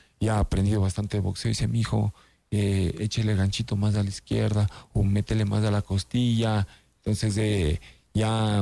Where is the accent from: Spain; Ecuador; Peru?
Ecuador; y que no, soy ecuatoriano, y algo bonito